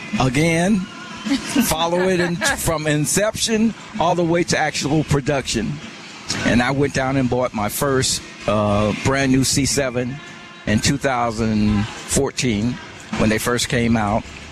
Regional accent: Tuskegee, Alabama, United States; moved away; I grew up poor. I'm originally from Tuskegee, Alabama.

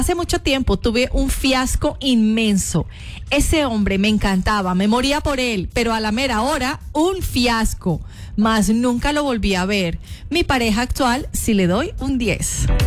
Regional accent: Colombia; now in Guatemala; yo soy colombiana, su merced

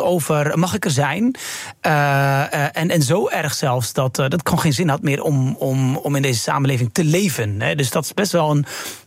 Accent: Bleiswijk, South Holland, Netherlands; also born or lived in Rotterdam; ik ben een jongen geboren in Rotterdam. Opgegroeid in Bleiswijk. Sprak goed ABN

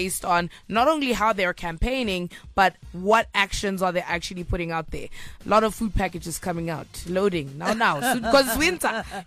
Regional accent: South Africa; I am proudly South African

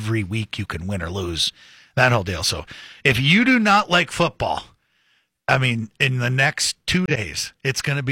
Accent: Montana, United States; moved away as an adult; now in Minnesota, United States; so I've lived here 23 years. Lived here more time than I grew up in Montana.

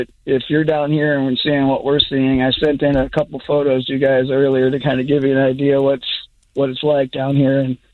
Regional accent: St. Louis, Missouri, United States; moved away as an adult; now in Navarre Beach, United States; I grew up in St. Louis, but I haven't lived there in probably 20 years.

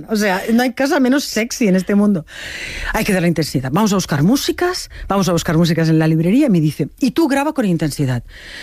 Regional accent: Spain; yo quiero saber como ciudadana española

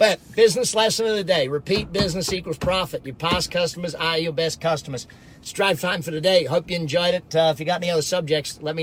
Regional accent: Australia; get all my skin checked for those cancers. growing up in Australia.

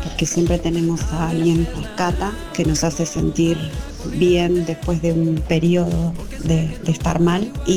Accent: Berazategui, Buenos Aires Province, Argentina

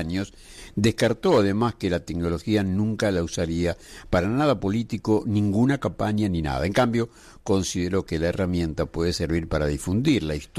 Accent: Argentina; soy de Argentina, de la radio de Argentina

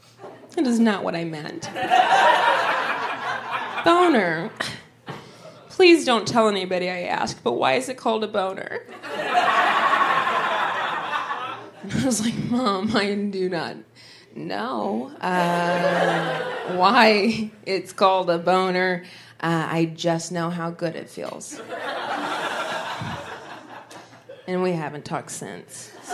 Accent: Dayton, Ohio, United States; moved away; So I grew up originally in Ohio, Southwest Ohio, in Dayton.

